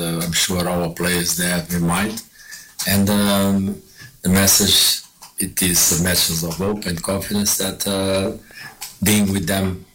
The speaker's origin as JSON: {"language": "English", "country": "Ghana", "said": "I know the country the way we are, because I'm Ghanaian"}